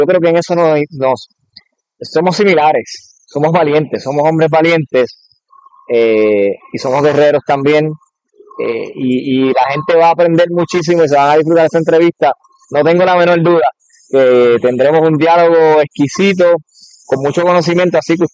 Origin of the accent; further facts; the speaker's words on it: Toa Alta, Puerto Rico; Creo que se me olvidó decir que soy de Toa Alta.